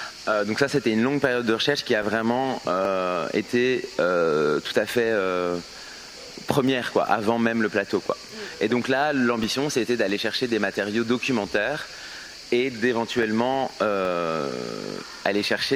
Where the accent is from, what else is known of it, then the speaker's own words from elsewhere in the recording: Île-de-France, France; born there; où est-ce qu'on a vécu depuis l'arrivée de mon grand-père en métropole. Et ils ont tellement été déplacés de cité de transit en cité plus ou moins pérenne, etc., dans le même territoire du 93, la Seine-Saint-Denis